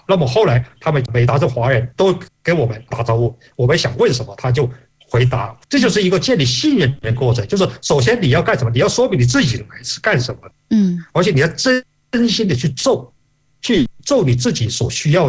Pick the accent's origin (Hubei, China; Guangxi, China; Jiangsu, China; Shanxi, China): Guangxi, China; 他一看我是来自广西